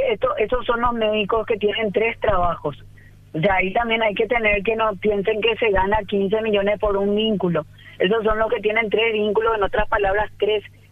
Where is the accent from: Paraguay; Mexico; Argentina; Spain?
Paraguay